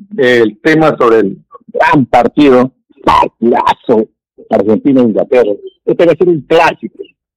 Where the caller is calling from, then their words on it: Peru; nosotros también como peruanos hemos apoyado en la guerra de las Malvinas